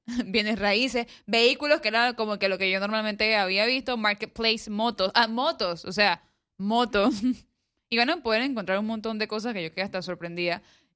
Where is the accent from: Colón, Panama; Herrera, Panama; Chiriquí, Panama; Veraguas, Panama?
Colón, Panama; now in Panama City, Panama; los que somos de Colón y migramos a Panamá